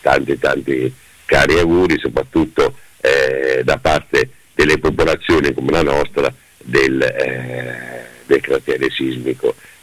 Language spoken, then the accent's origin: Italian; Chieti, Abruzzo, Italy; provenivo da umbro, provenivo da Chieti, dall'Abruzzo, quindi sarei ritornato a Perugia